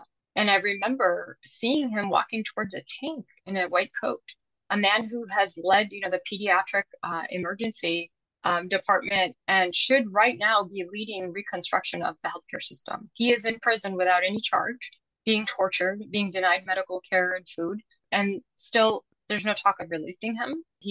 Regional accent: United States; I'm an American mother. I'm a doctor. I have three small children of my own.

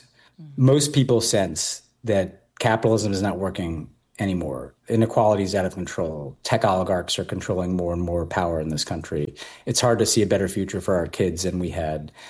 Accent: New York, United States; because I'm a New Yorker.

